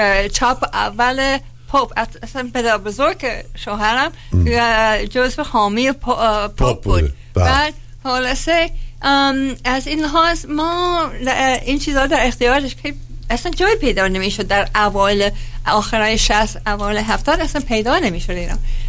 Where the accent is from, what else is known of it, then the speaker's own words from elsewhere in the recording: Shiraz, Fars, Iran; همشهری، بله همشهری. من هم شیرازی هستم مثل شما.